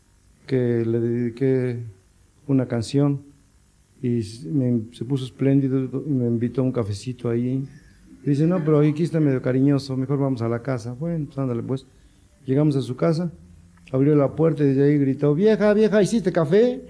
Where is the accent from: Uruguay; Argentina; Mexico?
Mexico; Los mexicanos somos mexicanos.